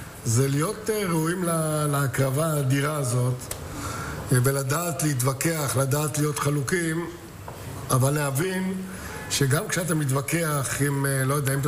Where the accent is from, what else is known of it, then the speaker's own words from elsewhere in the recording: Eilat, Southern District, Israel; moved away as an adult; also born or lived in Tiberias; אני המועמד היחידי שגדל שליש מחייו בפריפריה. אני נולדתי בטבריה, ובגיל שנה הוריי עברו לאילת. ועד גיל 25 חייתי באילת, עוד התחתנתי באילת.